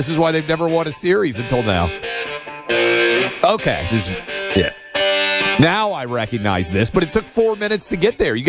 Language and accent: English; Tennessee, United States; I'm from Tennessee. We drink a lot. There's a lot of moonshine here